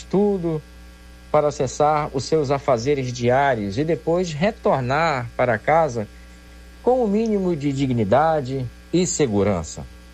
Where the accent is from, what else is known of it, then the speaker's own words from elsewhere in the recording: Manaus, Amazonas, Brazil; nós temos coisas boas, coisas maravilhosas de que nos orgulhar como amazonenses, como manauaras.